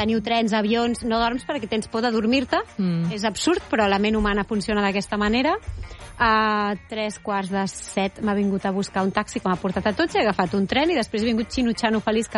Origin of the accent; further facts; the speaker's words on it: Badalona, Catalonia, Spain; Jo sóc de Badalona i sóc de la Penya.